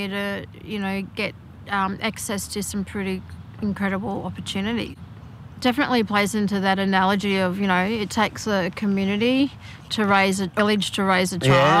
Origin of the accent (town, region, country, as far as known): Mackay, Queensland, Australia; born or raised there